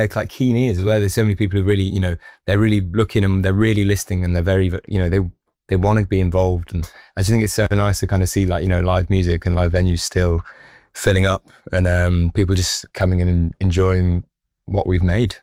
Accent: Nottingham, East Midlands, United Kingdom; moved away as an adult; Well, I'm originally from Nottingham. I kind of grew up in Notts and like playing venues in Notts, but I've lived away for a little bit now.

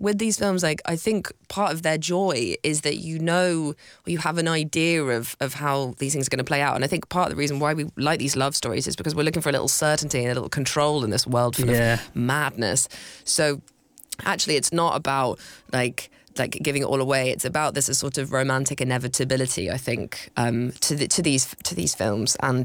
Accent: London, United Kingdom; I'm a Londoner, and I went and I, you know, lived in Manchester for this time

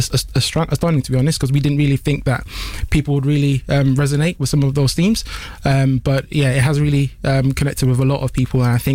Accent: London, United Kingdom; So I started to reflect at my time in secondary school growing up in London

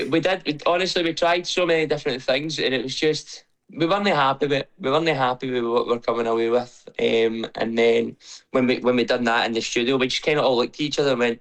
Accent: Scotland, United Kingdom; And I think we're Scottish. We're always optimistic, aren't we?

